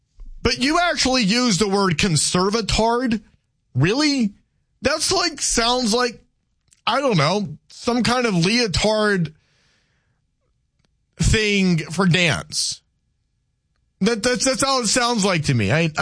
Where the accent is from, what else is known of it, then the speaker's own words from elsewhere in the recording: Louisiana, United States; I'm a Cajun. I identify more as a Cajun.